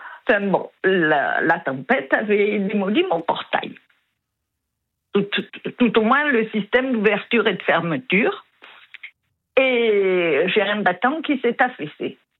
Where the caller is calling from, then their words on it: Occitanie, France; Je suis dans l'Aude.